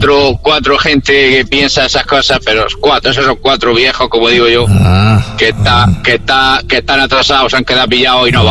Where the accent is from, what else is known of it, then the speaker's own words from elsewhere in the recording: Murcia, Region of Murcia, Spain; now in Cartagena, Spain; Bueno, Murcia, yo soy de Murcia y Cartagena, pero yo vivo en Cartagena, pero soy de Murcia.